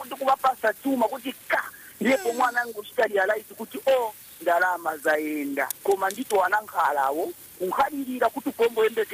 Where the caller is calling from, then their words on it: Lusaka, Lusaka Province, Zambia; I'm calling you in Usaka, Kanyama.